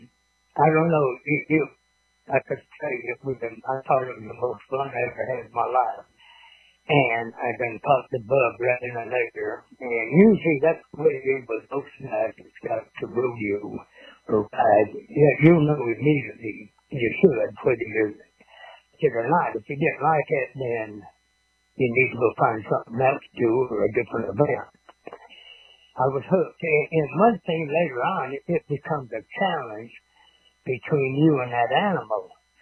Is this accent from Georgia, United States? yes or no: no; Owosso, Michigan, United States; Born and raised in Michigan. In fact, I got on my first bull up there when I was 15 years old, 1959, and got started in rodeo there in Michigan.